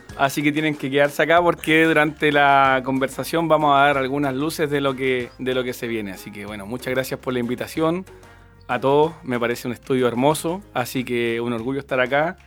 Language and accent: Spanish; Cunco, Araucanía, Chile; Yo soy oriundo de Temuco, de un sector que se llama Cunco, que es a la cordillera de Temuco. Nacido y criado en el campo, como se dice.